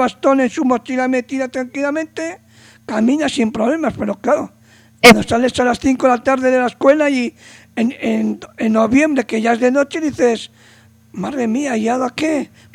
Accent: Salvatierra, Basque Country, Spain; en Vitoria o en el pueblo que yo, donde yo me crié, en Salvatierra, ¿no? Que es el norte de España

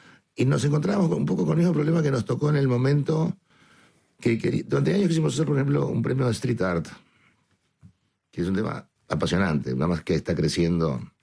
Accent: Argentina; somos una radio muy pequeña, muy pequeña. Entonces, es una ventana al mundo. Y siendo, Argentina no está acá al lado como está España. Estamos un poquito más lejos.

